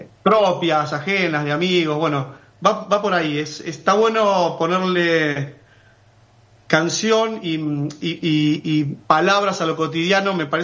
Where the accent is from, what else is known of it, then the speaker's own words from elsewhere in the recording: La Plata, Buenos Aires Province, Argentina; born there; Sí, nací en La Plata.